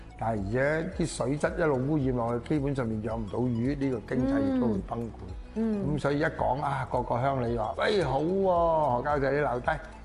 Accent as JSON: {"language": "Cantonese", "town": "Shunde", "region": "Guangdong", "country": "China", "tie": "born or raised there", "said": "反而咧就真係落地咧，就翻我家鄉順德佛山區嘅佛山順德區裏面咧去搞呢件事咧"}